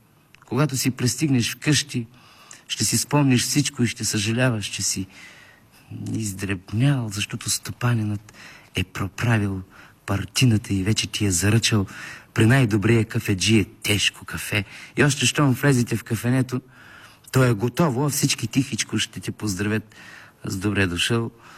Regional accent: Zlatograd, Smolyan Province, Bulgaria; born there; Аз съм се родил в Родопите.

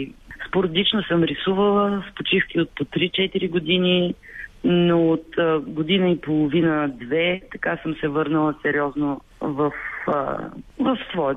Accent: Burgas, Burgas Province, Bulgaria; born or raised there; moved away

